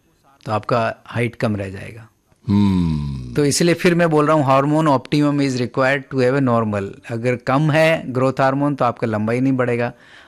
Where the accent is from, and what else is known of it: Rajasthan, India